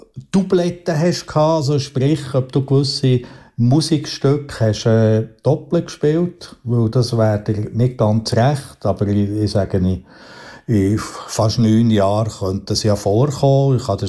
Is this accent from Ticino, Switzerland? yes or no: no; Bern, Switzerland; Beltmoos, ich als Berner kann das absolut nachvollziehen.